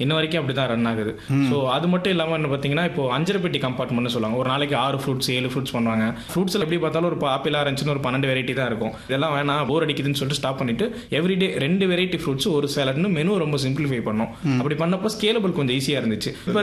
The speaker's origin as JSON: {"language": "Tamil", "town": "Pulivalam", "region": "Tamil Nadu", "country": "India", "tie": "born or raised there", "said": "புலிவலம்னு எங்களோட கிராமம், துறையூர் பக்கத்துல, அதுதான் எங்களோட சொந்த ஊர். அங்க இருக்க கவர்மெண்ட் ஸ்கூல்ல தான் எல்லாருமே படிச்சோம்."}